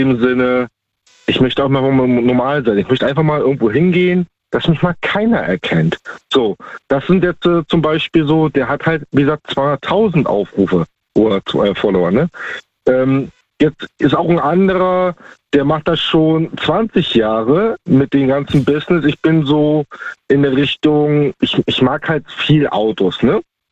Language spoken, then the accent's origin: German; Baltic coast, Germany; Ich bin ursprünglich aus der Ostsee, da oben die Ecke. Ne? Mhm. Arbeite aktuell in Baden-Württemberg.